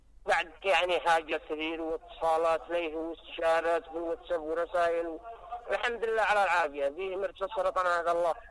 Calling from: Yarim, Ibb, Yemen; أنا من يريم.

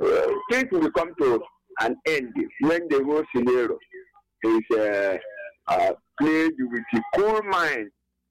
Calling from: Nigeria; I'm calling from Isoko, local government area of Ebonyi.

